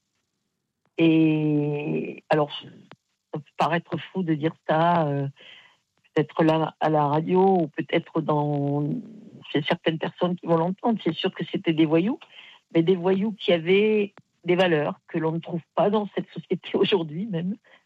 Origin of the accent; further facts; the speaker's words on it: Aix-en-Provence, Provence-Alpes-Côte d'Azur, France; Bon, moi, je l'ai connu, hein, j'étais d'Aix-en-Provence.